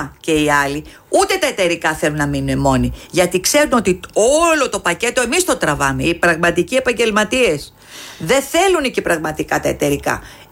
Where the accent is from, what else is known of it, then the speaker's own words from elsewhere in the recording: Greece; Εγώ δεν μπορώ στην πατρίδα μου, την Ελλάδα, να νιώθω ξένη. Νιώθω ξένη στην πατρίδα μου.